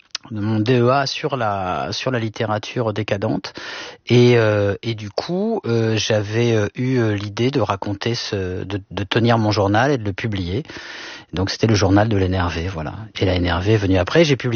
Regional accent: Le Havre, Normandy, France; moi je suis né au Havre, j'ai passé mon enfance et mon adolescence en Normandie

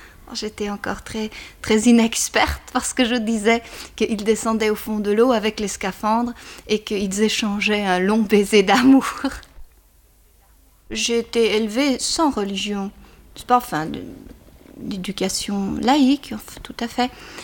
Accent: Antwerp, Flanders, Belgium; Mon enfance s'est passée en Flandre, comme vous savez, j'étais enfant à Anvers, dans un port.

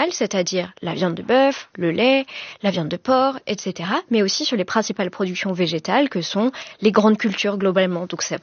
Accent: France; chez nous en France

